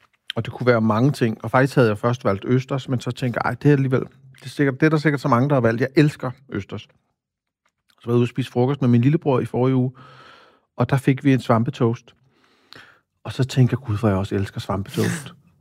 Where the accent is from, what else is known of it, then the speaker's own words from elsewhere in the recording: Copenhagen, Capital Region of Denmark, Denmark; jeg voksede op på Amagerbrogade